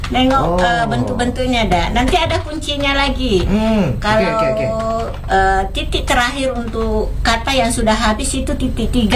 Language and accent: Indonesian; South Sulawesi, Indonesia; kalau sama-sama orang kita Bugis pun bahasa tetap